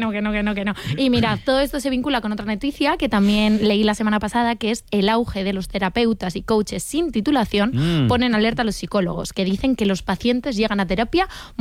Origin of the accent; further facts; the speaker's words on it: Madrid, Community of Madrid, Spain; me llevó en realidad al centro de salud, que siendo madrileña quizás sí que era el infierno, la verdad.